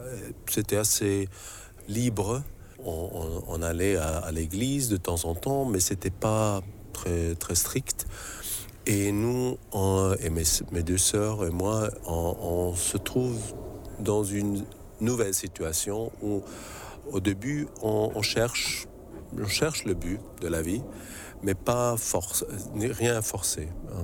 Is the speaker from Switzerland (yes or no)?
yes; Switzerland; born there; je suis né en Suisse, mon père était avocat, donc j'étais né dans un environnement assez riche, dans une zone assez riche de la Suisse.